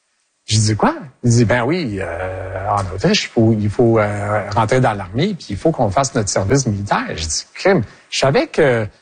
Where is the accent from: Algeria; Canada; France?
Canada; Quebec; Je suis fier québécois. J'ai été né ici. Mes parents ont été nés ici. Mes grands-parents ont été nés ici. J'ai été éduqué en français.